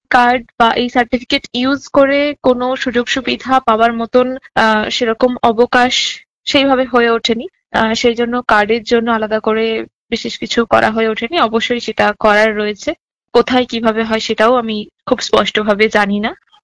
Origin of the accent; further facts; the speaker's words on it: Medinipur, West Bengal, India; now in Kolkata, India; আমার বাড়ি যেহেতু মেদিনীপুরে